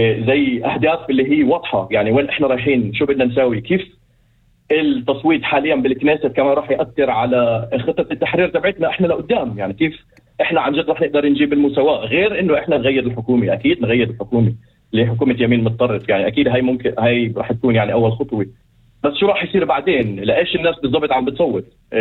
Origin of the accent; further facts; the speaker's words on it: Palestine; يعني إحنا كشعب فلسطيني وكمجتمع عربي هجوم كامل